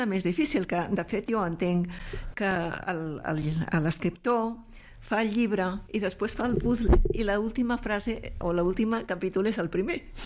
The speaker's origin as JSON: {"language": "Catalan", "area": "Caldes", "region": "Catalonia", "country": "Spain", "said": "El meu poble no el canviaria per res, per cap altre."}